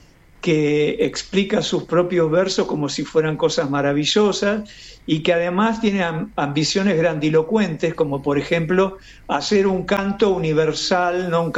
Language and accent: Spanish; Quilmes, Buenos Aires Province, Argentina; yo soy de Quilmes. Soy un hombre del conurbano, así que soy de Quilmes.